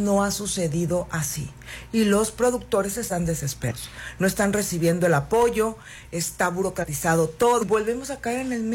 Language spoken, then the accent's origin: Spanish; Sinaloa, Mexico